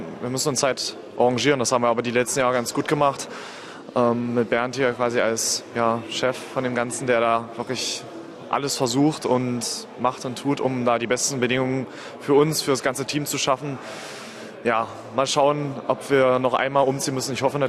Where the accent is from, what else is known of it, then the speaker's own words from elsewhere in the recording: Magdeburg, Saxony-Anhalt, Germany; born there; gebürtiger Magdeburger